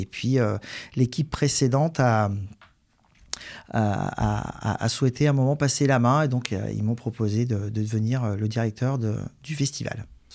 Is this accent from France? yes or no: yes; Gannat, Auvergne-Rhône-Alpes, France; moi, j'ai grandi à Ghana.